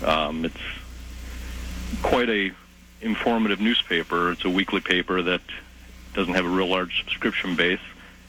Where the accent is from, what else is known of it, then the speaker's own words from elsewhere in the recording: Atlanta, Georgia, United States; I'm from Atlanta.